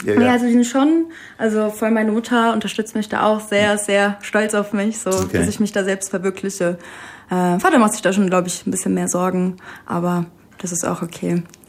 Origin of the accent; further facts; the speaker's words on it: Frankfurt, Hesse, Germany; Bin ja Frankfurter Mädel mit marokkanischen Wurzeln